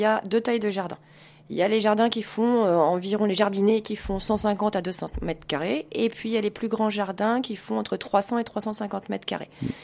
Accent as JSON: {"language": "French", "town": "Blois", "region": "Centre-Val de Loire", "country": "France", "tie": "born or raised there", "said": "Je suis native de Blois. J'habite à Blois, je suis revenue vivre à Blois il y a un an et demi"}